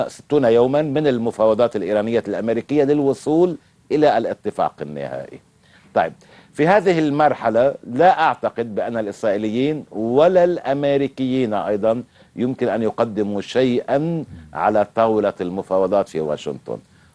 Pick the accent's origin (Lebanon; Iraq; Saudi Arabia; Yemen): Lebanon; نحن الآن معنا كلبنانيين